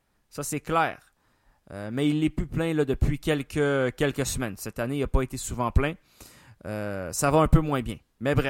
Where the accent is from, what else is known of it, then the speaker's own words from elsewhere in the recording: Montreal, Quebec, Canada; On avait enfin ça chez nous à Montréal.